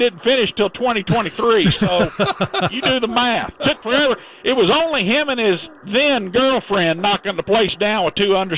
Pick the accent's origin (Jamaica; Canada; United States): United States; I'm an American. I support our country